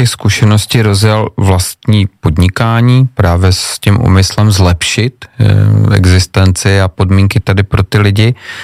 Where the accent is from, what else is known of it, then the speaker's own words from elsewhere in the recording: Olomouc, Olomouc Region, Czechia; Když vidím, kolik taxíků je třeba v Praze a kolik taxíků je u nás v Olomouci